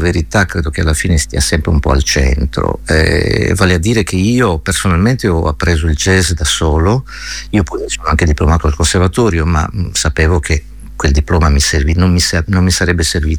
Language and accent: Italian; Berchidda, Sardinia, Italy; Ma intanto io vengo dalla Sardegna, ma insomma ormai questo è risaputo, da un piccolo paesino che si chiama Berchidda, provincia di Sassari, al confine tra il Logudoro e la Gallura, figlio di pastori e di contadini